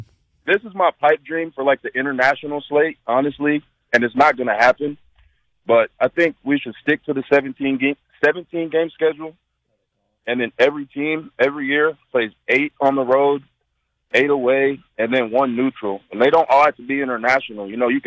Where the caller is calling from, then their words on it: Kansas City, Missouri, United States; I'm from Kansas City